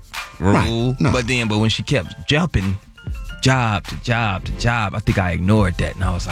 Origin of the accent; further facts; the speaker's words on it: Chicago, Illinois, United States; I'm from South Chicago.